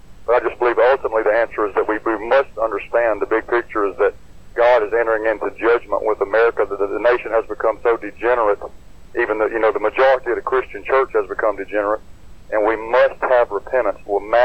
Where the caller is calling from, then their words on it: Louisiana, United States; I'm in northern Louisiana.